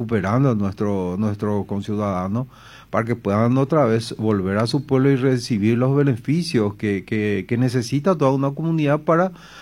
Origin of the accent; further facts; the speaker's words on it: Unión, San Luis, Argentina; voy a hacer que el pueblo, mi pueblo de Unión, con toda su gente, pueda tener una vida digna